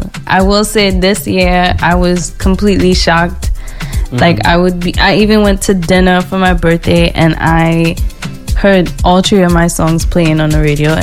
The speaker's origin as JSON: {"language": "English", "country": "United States", "tie": "born there", "said": "being American, because I was born here, but I have Trini roots"}